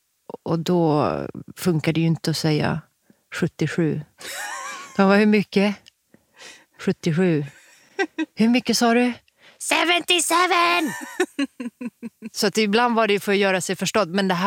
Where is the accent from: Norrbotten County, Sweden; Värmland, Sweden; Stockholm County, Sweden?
Norrbotten County, Sweden; Haparanda; vars kommer du ifrån? Haparanda. Ja, men du låter inte som det.